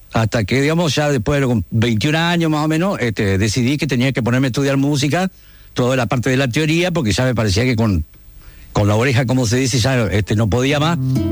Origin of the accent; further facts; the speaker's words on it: Gualeguay, Entre Ríos, Argentina; Bueno, nací acá en Gualeguay y creo que me voy a morir acá. Este es mi pueblo y decidí quedarme acá.